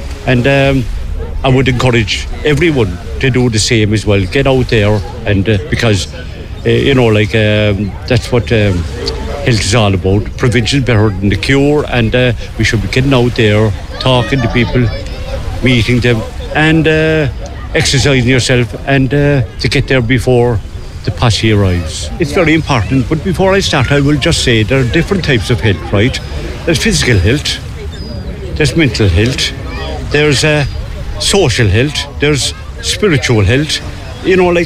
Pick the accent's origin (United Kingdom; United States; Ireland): Ireland; Munster; now in Bray, Ireland; I'm not originally from Bray, I'm from West Cork originally.